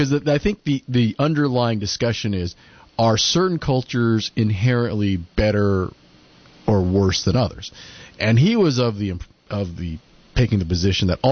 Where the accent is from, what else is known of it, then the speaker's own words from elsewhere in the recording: United States; as an American